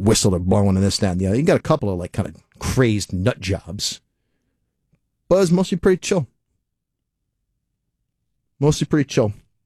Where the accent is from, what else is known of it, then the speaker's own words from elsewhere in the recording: Charlestown, Rhode Island, United States; also born or lived in Warwick, Rhode Island; in the Southlands of Rhode Island, my homeland out there. I was born in Warwick. I briefly was in Warwick at the hospital, but yeah, raised in Charlestown, Rhode Island, abutting Richmond, Rhode Island